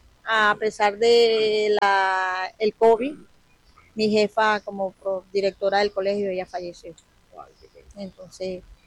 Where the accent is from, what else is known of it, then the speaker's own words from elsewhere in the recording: Venezuela; moved away as an adult; now in Ecuador; Le cuento que yo salí de Venezuela no tanto por situación país, sí lo puedo decir con toda dignidad. Salí más que todo es a visitar a mi nieta que vivía aquí. Y me quedé.